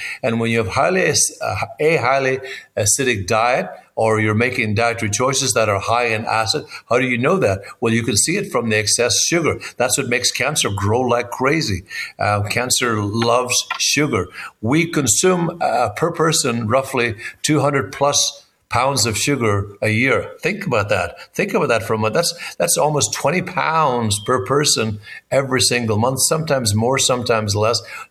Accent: Ireland; now in Agoura, United States; As a farm boy growing up in Ireland

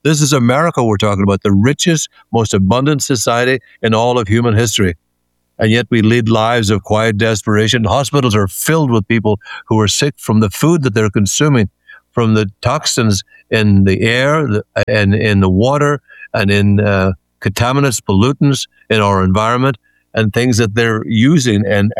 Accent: Ireland; now in California, United States

